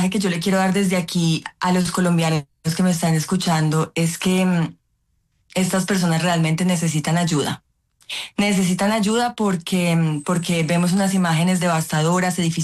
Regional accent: Colombia; de personas que están pidiendo a gritos que las miremos y que como colombianos los ayudemos.

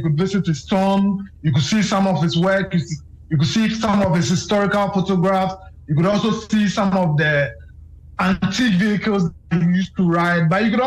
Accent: Ghana; So for the moment, I would like to think that as a Ghanaian, the Black Stars are of a higher level than the Congolese team.

